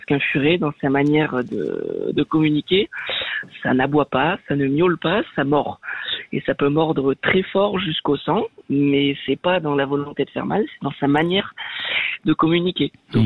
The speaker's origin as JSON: {"language": "French", "country": "France", "said": "Moi, je suis de nationalité française, je suis français"}